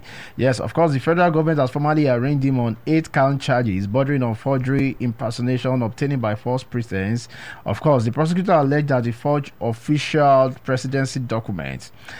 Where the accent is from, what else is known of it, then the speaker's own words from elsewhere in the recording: Nigeria; me as a Nigerian